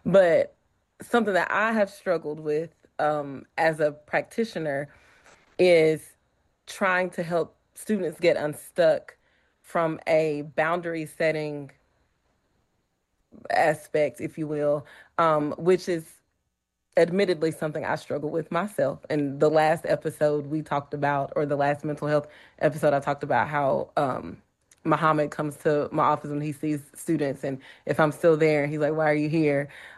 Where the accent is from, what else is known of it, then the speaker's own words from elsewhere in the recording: Mississippi, United States; And I come from a I grew up in Mississippi, and you didn't have a choice.